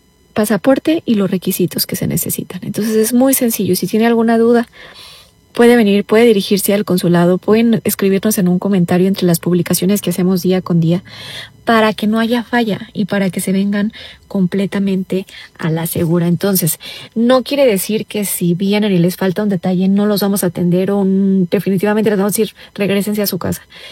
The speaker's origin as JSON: {"language": "Spanish", "country": "Mexico", "moved": "yes", "said": "porque somos mexicanos y tenemos ese derecho."}